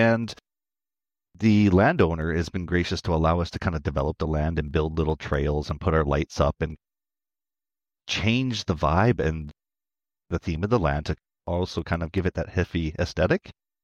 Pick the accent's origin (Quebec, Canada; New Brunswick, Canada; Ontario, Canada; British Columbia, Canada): British Columbia, Canada; Victoria; So we're actually from Victoria and Vancouver Island, specifically.